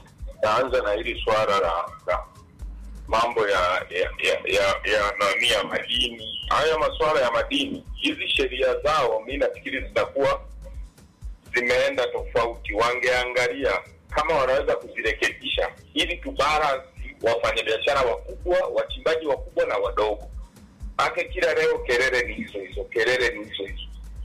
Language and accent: Swahili; Musoma, Mara, Tanzania; mimi natoka Msoma, najua tochi ya Bunda iko baridi.